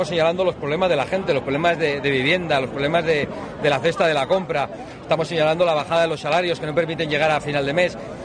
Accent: Basque Country, Spain; Esas frases solo las había visto en mi tierra, en el País Vasco, con gente que te apoya pero tiene miedo a acercarse.

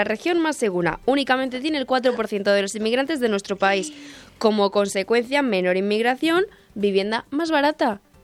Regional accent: Spain; a mí como española

